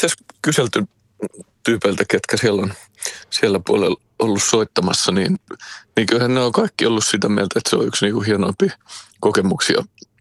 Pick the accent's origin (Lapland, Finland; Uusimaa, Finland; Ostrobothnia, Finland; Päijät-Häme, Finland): Uusimaa, Finland; Martinlaakso; now in Porvoo, Finland; kun mä Martinlaaksosta lähtöisin lähiöpoika, joka ei pahemmin koulussa viihtynyt. Ja sitten kun nykyään mä asun Porvossa